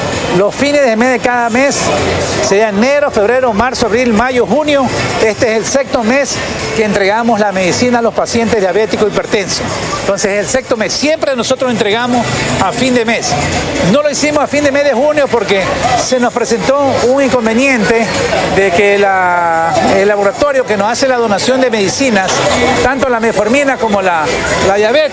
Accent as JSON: {"language": "Spanish", "region": "Manabí", "country": "Ecuador", "moved": "yes", "lives_now": "El Empalme, Ecuador", "said": "yo soy manabita"}